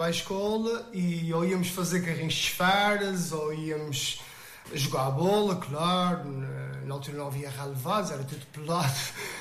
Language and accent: Portuguese; Azores, Portugal; accent: São Miguel; Mas sim, já nem na universidade consegui perder, consegui fazer com que eles aprendessem tudo aquilo que eram sotaques, expressões, algumas palavras muito próprias da Ilha de São Miguel.